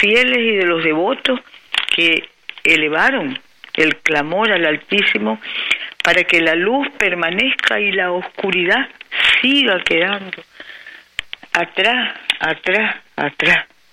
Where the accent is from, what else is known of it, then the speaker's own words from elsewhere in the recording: Nicaragua; Somos puros pinoleros, nicaragüenses por gracia de Dios, nicaragüenses por gracia de Dios.